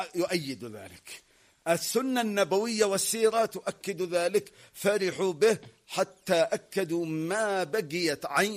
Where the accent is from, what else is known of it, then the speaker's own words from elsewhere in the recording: Yemen; بالنسبة لنا كيمنيين